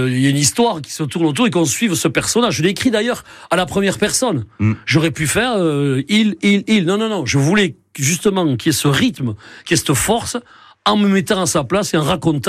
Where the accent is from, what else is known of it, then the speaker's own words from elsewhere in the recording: Saint-Jean-de-Luz, Nouvelle-Aquitaine, France; Saint-Jean-de-Luz parce que j'y ai grandi.